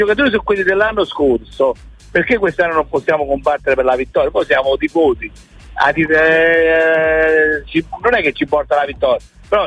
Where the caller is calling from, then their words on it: Modena, Emilia-Romagna, Italy; da Modena.